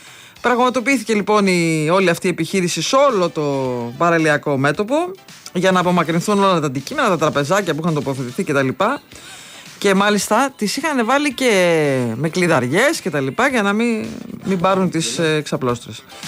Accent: Parga, Epirus, Greece; born there; Εγώ γεννήθηκα στην Πάργα.

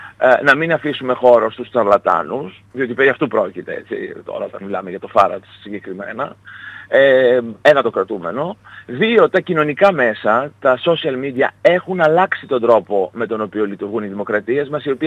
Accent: Thessaloniki, Central Macedonia, Greece; γιατί εγώ ως Θεσσαλονικιός ξέρω, το παίρνω και προσωπικά κάπου και προσβάλλομαι

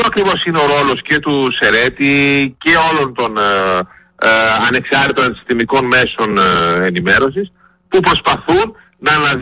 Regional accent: Greece; είμαστε Έλληνες πολίτες

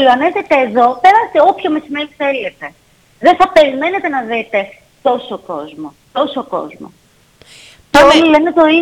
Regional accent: Athens, Attica, Greece; είμαι από την Αθήνα

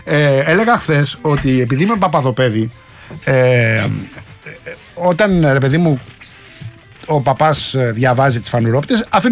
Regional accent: Rafina, Attica, Greece; Τουλάχιστον στη Ραφίνα την πατρίδα μου

